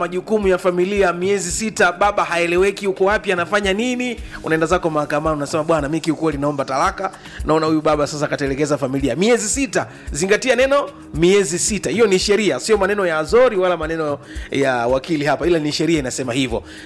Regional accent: Kipera, Iringa, Tanzania; natoka Iringa kijijini, kijiji cha Kipera, kata ya Nzihi.

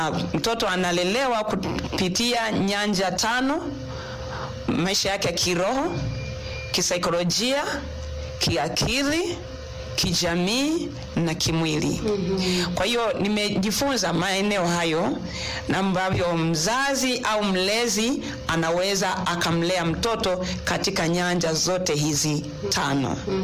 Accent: Bunda, Mara, Tanzania; Mimi ni mwalimu na ni mhudumu kuhusu malezi ya watoto. Natokea hapa Bunda na ni mwinjilisti katika kanisa la AICT Amani Bunda.

